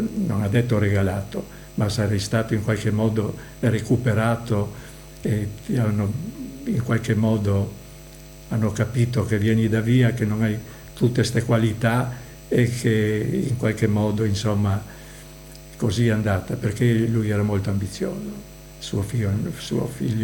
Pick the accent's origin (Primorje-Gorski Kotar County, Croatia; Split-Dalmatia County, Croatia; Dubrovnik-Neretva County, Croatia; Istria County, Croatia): Istria County, Croatia; Buje; moved away; also born or lived in Piran; visto che abito a Pirano, a quei tempi abitavo a Pirano, e ha detto, ma lei non è piranese? No, dico, sono di Buie.